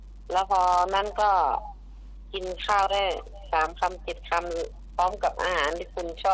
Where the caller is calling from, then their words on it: Northern Thailand, Thailand; หนูเป็นคนเหนือเนาะหนูชอบกินข้าวเหนียว